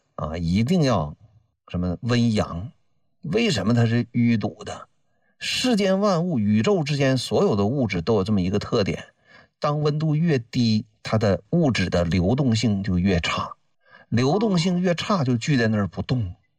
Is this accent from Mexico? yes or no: no; northern China, China; 你看我是北方人哈，北方的冬天很冷很冷的。